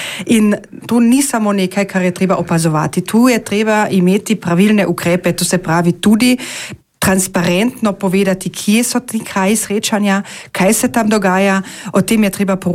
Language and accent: Slovenian; Carinthia, Austria; tudi kot koroške Slovenke in Slovenci